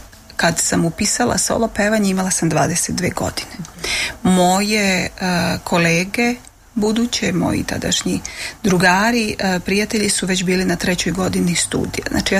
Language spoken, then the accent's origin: Serbian; Bosnia & Herzegovina; Pa s obzirom da sam rasla u Bosni i dug je to i nekako nestandardan put bio moj razvojni put.